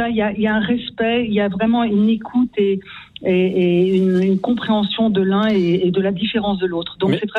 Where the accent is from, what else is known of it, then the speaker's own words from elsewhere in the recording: France; now in Switzerland; j'ai quitté la France il y a 3 années. J'habite maintenant en Suisse